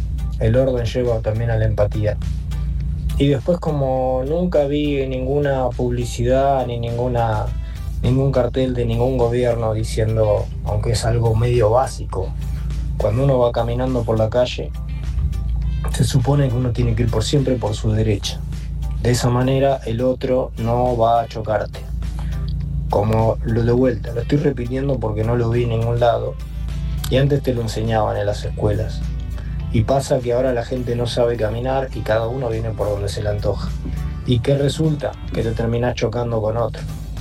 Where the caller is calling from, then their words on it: Buenos Aires, Argentina; soy de La Paternal.